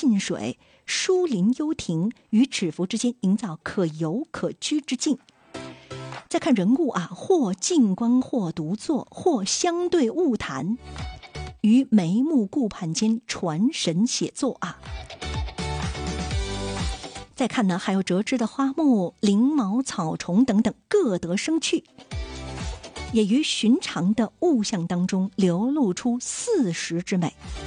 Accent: Dalian, Liaoning, China; 也可以尝试安排一下咱们家乡大连的文化之旅。

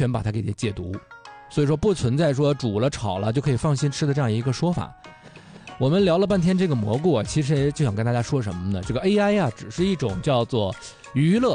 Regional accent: Northeast China, China; 东北人我觉得尤其咱们这边啊，

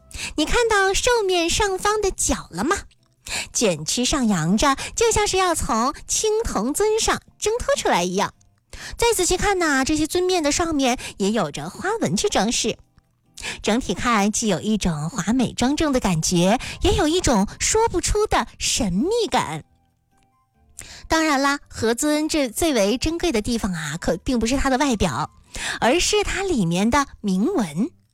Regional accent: China; 就形成了我们中国人对于中正和谐理念的追求

